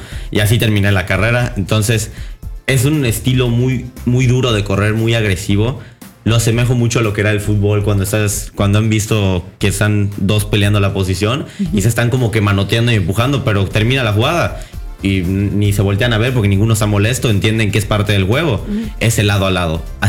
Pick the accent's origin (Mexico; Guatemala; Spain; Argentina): Mexico; Yucatán; Soy de Yucatán, tenemos un gran autódromo en Yucatán